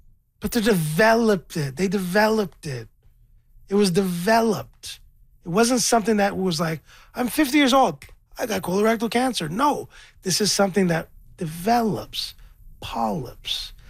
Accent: Scarborough, Ontario, Canada; I'm from Scarborough. I'm a rapper.

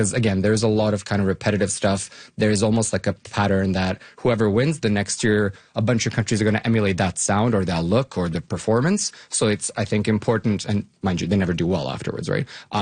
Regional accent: Bosnia & Herzegovina; moved away; So I grew up, I was born and raised in Bosnia, Herzegovina, and it's a formerly war-torn country.

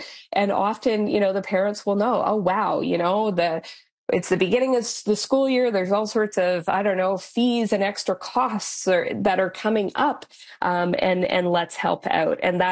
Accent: Saskatchewan, Canada; I grew up in Northern Saskatchewan

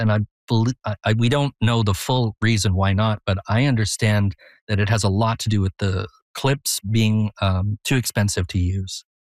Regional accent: Canada; as a Canadian who, you know, loved Marshall McLuhan

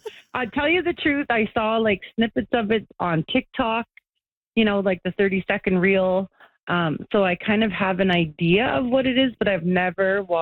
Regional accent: Tuktoyaktuk, Northwest Territories, Canada; now in Inuvik, Canada; I'm from Tuck. I live in Inuvik. My dad is from Tuck. My mom is from Fort McPherson. Honestly, I'm related to everybody here.

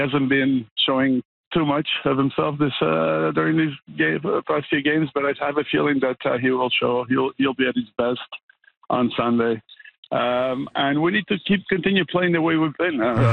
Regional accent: Barcelona, Catalonia, Spain; moved away; I'm Spanish. I'm from Barcelona.

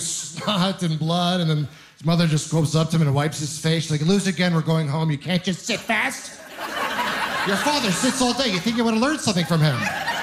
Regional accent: Ontario, Canada; I'm originally from Ontario.

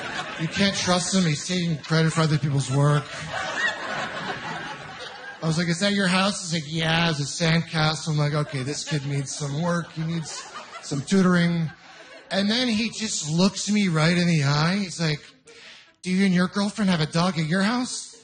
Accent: Ontario, Canada; I'm originally from Ontario.

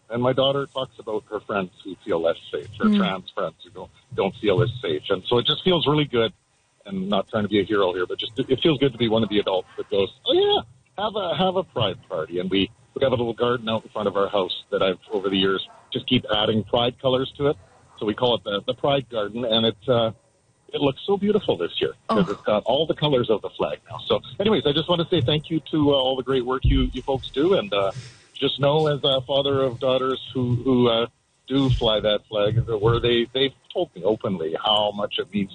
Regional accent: Edmonton, Alberta, Canada; I'm actually from Edmonton. I'm on my way to Victoria to go to kayaking

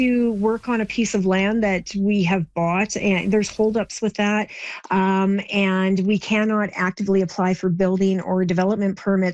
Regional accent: Torrington, Alberta, Canada; So I grew up in Torrington, and it was vastly different than what it is now.

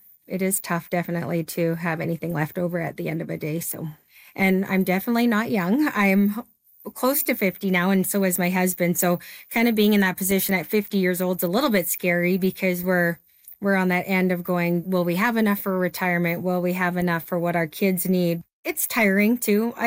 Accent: Lethbridge, Alberta, Canada; I am from Lethbridge, Alberta.

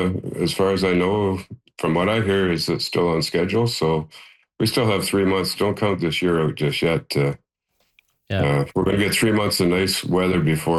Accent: Thessalon, Ontario, Canada; my hometown of Thessalon

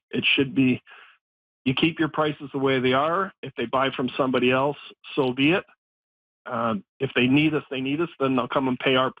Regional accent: Canada; going to hurt me just because I'm Canadian

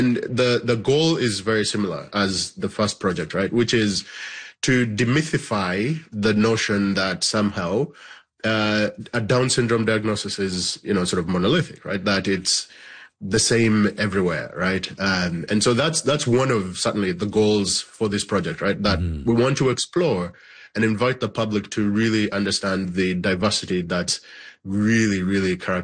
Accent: Uganda; now in Canada; So I was born and raised in Uganda. I'm a Ugandan Canadian now, and it's very true, that back home in Uganda, we don't have.

